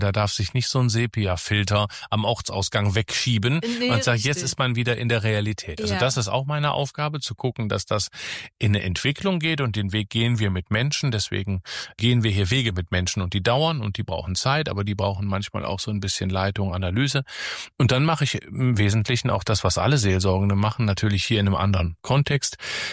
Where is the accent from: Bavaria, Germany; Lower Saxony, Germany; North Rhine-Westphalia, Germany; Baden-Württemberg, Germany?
North Rhine-Westphalia, Germany; Nettetal; moved away as an adult; now in Kevelaer, Germany; ich komme aus Nettetal, das ist gar nicht so weit von hier weg, das sind so 35 Kilometer.